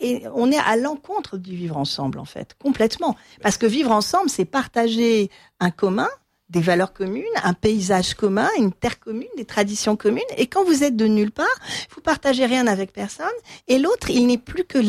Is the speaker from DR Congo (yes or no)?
no; Provence-Alpes-Côte d'Azur, France; parce que moi je suis provençale